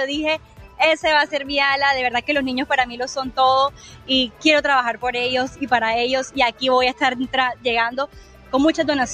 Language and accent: Spanish; Colombia; Pero también somos colombianos.